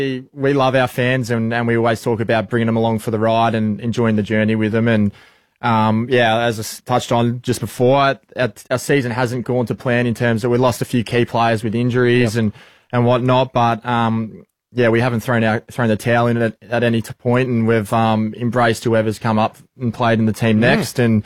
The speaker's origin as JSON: {"language": "English", "town": "Echuca", "region": "Victoria", "country": "Australia", "tie": "born or raised there", "said": "Yeah. No, it's just a typical country lifestyle, I think. Growing up in Echuca, Miami"}